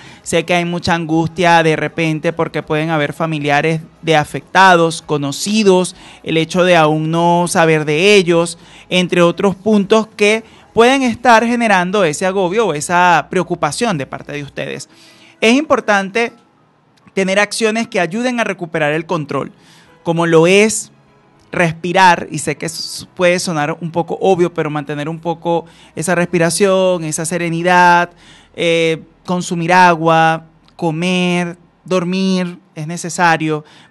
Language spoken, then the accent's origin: Spanish; Venezuela